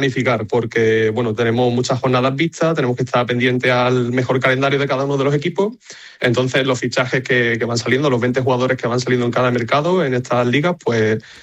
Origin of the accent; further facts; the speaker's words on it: Écija, Andalusia, Spain; Ajá. Tengo 26 años, soy de Écija.